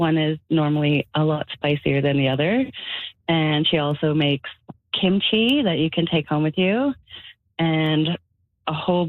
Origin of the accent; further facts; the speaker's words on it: Truro, Nova Scotia, Canada; also born or lived in Western Canada; now in New Germany, Canada; Well, I grew up in Truro, Nova Scotia, and I ended up in New Germany after 12 years out west. My husband and I moved back in 2017, and we picked this area to be close to my mom.